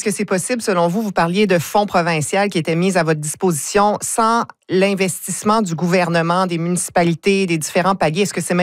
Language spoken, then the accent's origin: French; New Brunswick, Canada; les églises chez nous en Acadie, au Nouveau-Brunswick